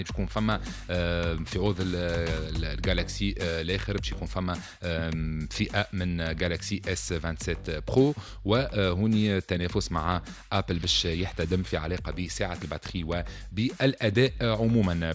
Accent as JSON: {"language": "Arabic", "country": "Tunisia", "said": "منتخبنا الوطني التونسي"}